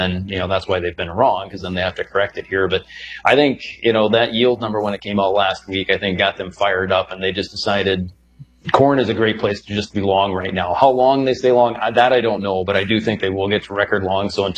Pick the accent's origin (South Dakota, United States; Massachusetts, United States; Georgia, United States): South Dakota, United States; So was my home state of South Dakota. And, you know, I'm in the northeast corner.